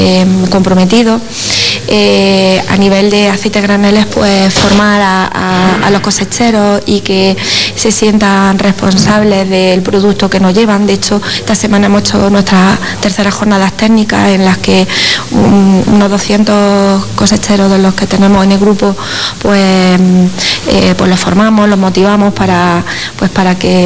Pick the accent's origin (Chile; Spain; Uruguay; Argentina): Spain; Andalusia; yo quería ser bióloga marina y soy de la Sierra de Segura